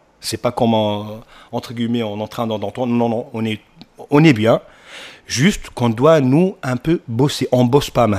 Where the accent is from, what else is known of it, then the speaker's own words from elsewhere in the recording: Tunisia; Moi, quand je suis en Tunisie, je suis tunisien, oui, je dis le mot Tunisie, il est déjà fort.